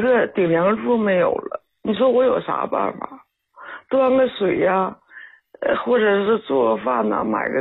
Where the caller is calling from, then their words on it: Heilongjiang, China; 我是黑龙江的。